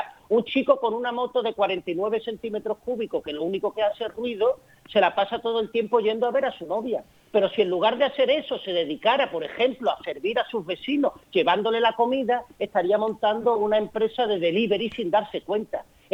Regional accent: Marchena, Andalusia, Spain; also born or lived in Seville; era antitaurino en Marchena, provincia de Sevilla, donde tenemos ganadería de Benítez Cubero.

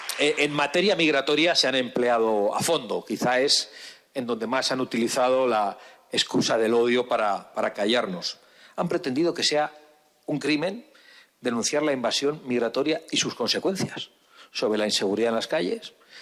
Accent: Basque Country, Spain; Algunos en el País Vasco hemos escuchado español el que no vote muchas veces

